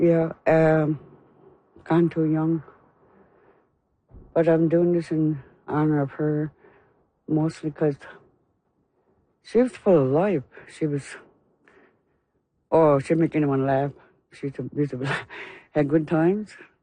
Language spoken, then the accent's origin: English; Rigolet, Newfoundland and Labrador, Canada; I'm originally from Ringlet, Labrador.